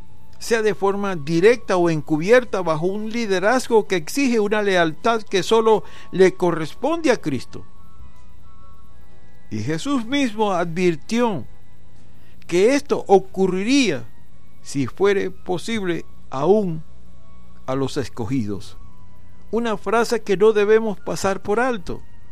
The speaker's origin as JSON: {"language": "Spanish", "country": "Venezuela", "said": "como venezolanos, como compatriotas"}